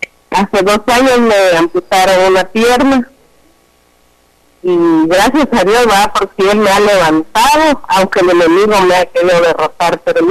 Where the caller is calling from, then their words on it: San Pablo, San Marcos, Guatemala; Aquí en el Porvenir, hermano, Colonia Miramar.